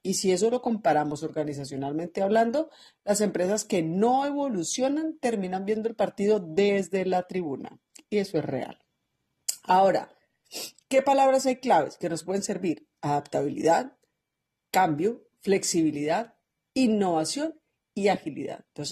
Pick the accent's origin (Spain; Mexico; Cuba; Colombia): Colombia; como buena colombiana y futbolera.